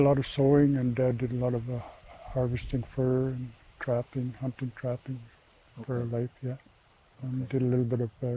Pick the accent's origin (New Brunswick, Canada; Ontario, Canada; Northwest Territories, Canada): Northwest Territories, Canada; Inuvik; We're both from Inuvik in the Northwest Territories.